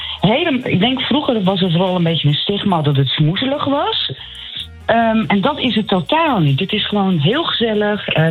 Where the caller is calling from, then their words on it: Zaandam, North Holland, Netherlands; ik kom uit Zaandam.